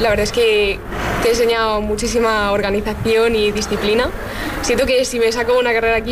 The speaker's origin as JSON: {"language": "Spanish", "town": "Cartagena", "region": "Region of Murcia", "country": "Spain", "said": "yo soy tan de Cartagena que he venido andando aquí."}